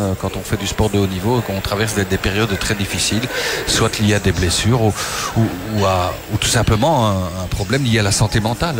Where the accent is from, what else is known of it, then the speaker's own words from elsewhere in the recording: Belgium; chez nous en Belgique